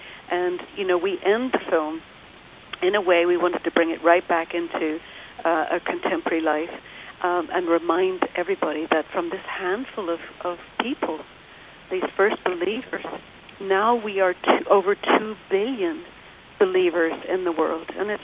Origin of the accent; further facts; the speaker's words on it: Ireland; moved away; When I was a girl growing up in Ireland